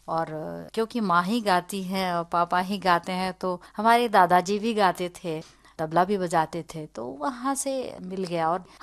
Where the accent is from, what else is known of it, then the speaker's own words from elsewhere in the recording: Araria district, Bihar, India; born there; हमारा जन्म हुआ अररिया जिले में।